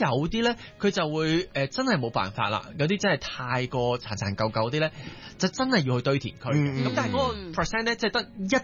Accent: Hong Kong; 咁我所以覺得其實作為香港人呢，我哋即係成個都市，我哋大家都其實都幾富裕

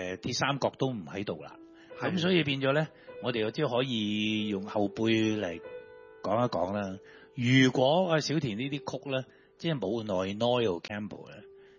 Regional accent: Guangdong, China; 但是他咁啱就是即是不是很入世我們廣東人啦

